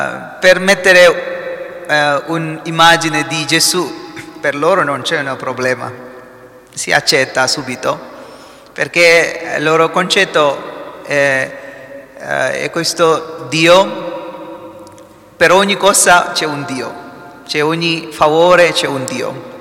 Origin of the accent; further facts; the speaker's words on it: Kerala, India; Italian is a second language; now in Italy; Io sono indiano, vengo da sud di India, Kerala.